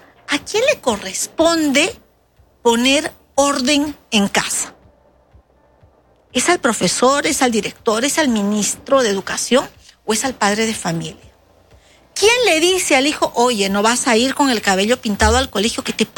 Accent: Peru; como peruanos que renovamos nuestra fe

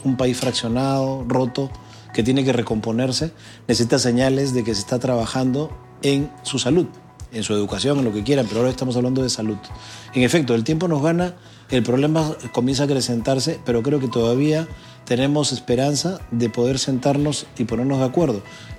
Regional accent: Peru; y creo que los peruanos nos debemos eso

